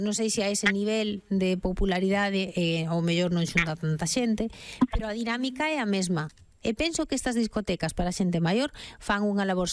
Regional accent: Ourense, Galicia, Spain; now in Santiago de Compostela, Spain; Bueno, ser son de Ourense, pero vivo aquí desde os 11 anos.

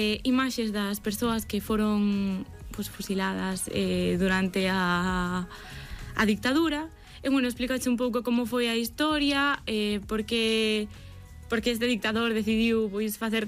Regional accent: Lugo, Galicia, Spain; A ver, eu son de Lugo, estou acostumbrada a ver cousas de romanos e tal.

